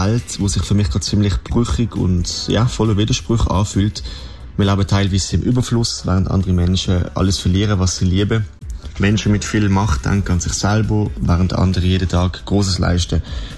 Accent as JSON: {"language": "German", "town": "Basel", "region": "Basel-Stadt", "country": "Switzerland", "said": "Ich komme aus Basel in der Schweiz"}